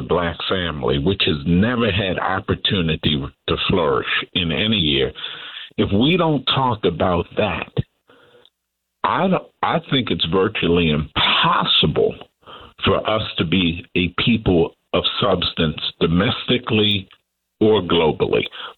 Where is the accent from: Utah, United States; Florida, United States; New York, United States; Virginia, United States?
New York, United States; Brooklyn; I mean, I'm from Brooklyn, New York, too, so I love my brother from Brooklyn.